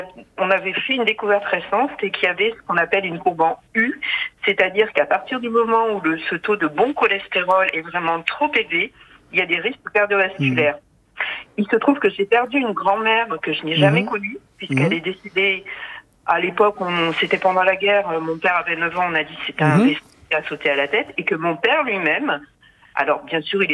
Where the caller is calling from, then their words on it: Île de Ré, Nouvelle-Aquitaine, France; je vous appelle de l'île de Ré.